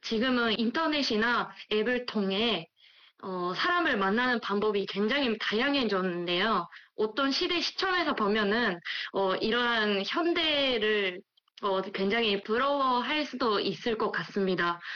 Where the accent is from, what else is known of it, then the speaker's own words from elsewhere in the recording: Japan; Korean is a second language; 제가 유학 입학한 당시에는 대학원에서는 제가 유일한 일본인 학생이었거든요.